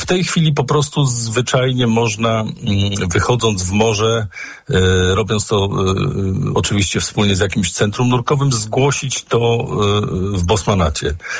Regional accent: Gdynia, Pomeranian Voivodeship, Poland; born there; ja mam to szczęście, że urodziłem się w Gdyni

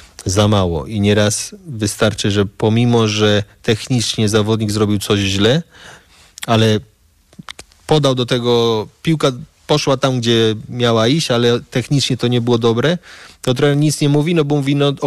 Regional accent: Spain; jak ja się wychowałem w Hiszpanii, i mi jak grałem w piłkę, jako dzieciak, jako starszy zwracali mi na to uwagę

